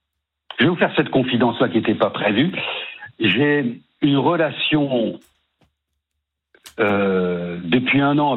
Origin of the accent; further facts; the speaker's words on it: Mediterranean south of France, France; born there; accent: southern, sing-song accent; moved away as an adult; also born or lived in Brittany; now in Paris, France; je suis né dans le Sud-Ouest et j'ai vécu 22 ans dans le bassin méditerranéen.